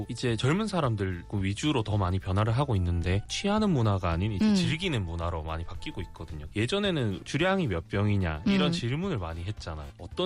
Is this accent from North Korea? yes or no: no; Busan, South Korea; 저도 이제 부산에서 태어나가지고 다양한 꿈들을 꿨습니다. 그리고 아직도 꾸고 있고요. 부산과 그 동네가 너무 좋은 거예요.